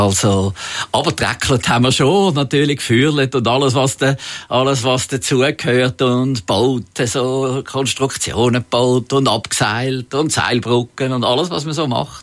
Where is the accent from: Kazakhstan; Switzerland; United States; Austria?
Switzerland; Zurich; Aber natürlich bin ich aufgewachsen in Zürich und der Zoo war näher gewesen und ich war sehr viel im Zoo gewesen.